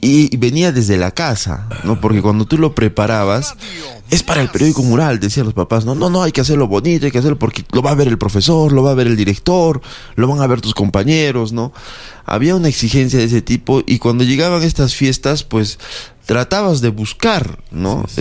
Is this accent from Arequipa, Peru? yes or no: yes; Arequipa, Peru; cuando, por ejemplo, hablamos de fiestas de Arequipa, somos hijos del Misti